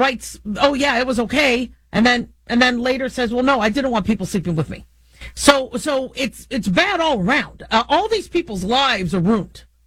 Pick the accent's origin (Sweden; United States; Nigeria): United States